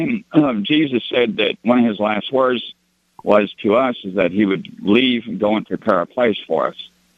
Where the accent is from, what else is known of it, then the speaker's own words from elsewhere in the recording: California, United States; moved away; I was born and raised out there.